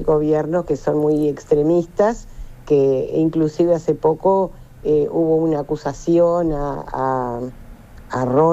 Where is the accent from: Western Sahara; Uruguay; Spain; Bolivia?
Uruguay; born there; yo nací en Uruguay, ¿no? Mi madre patria es Israel y mi patria es Uruguay, son las dos, y ninguna interfiere con la otra.